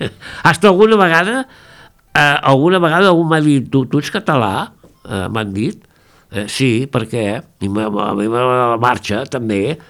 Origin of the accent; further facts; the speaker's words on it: Catalonia, Spain; Som català